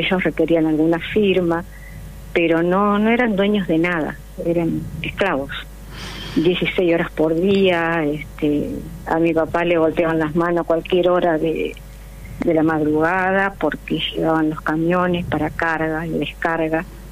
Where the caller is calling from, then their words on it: Adrogué, Buenos Aires Province, Argentina; yo vivo en Adrogué.